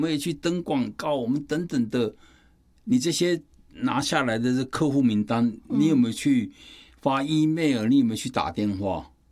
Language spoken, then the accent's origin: Chinese; China; 我们中国人常常讲的一句话，说“谋事在人，成事在天”嘛。